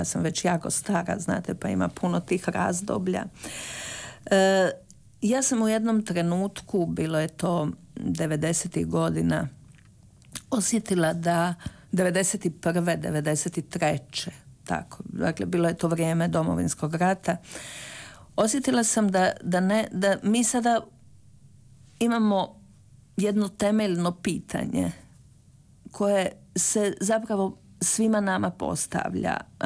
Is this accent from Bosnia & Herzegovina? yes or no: no; Croatia